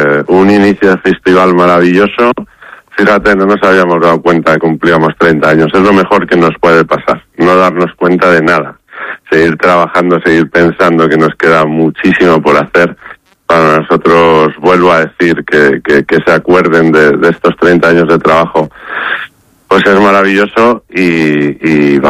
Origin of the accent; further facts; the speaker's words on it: Aranda de Duero, Castile and León, Spain; Y Aranda a veces se enfadan cuando dicen que es mi pueblo.